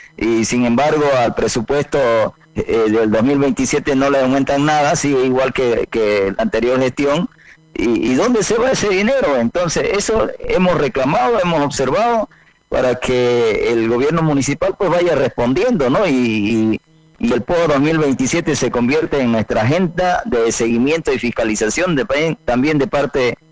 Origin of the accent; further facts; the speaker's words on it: Montero, Santa Cruz, Bolivia; a todos los montereños que somos también cruceños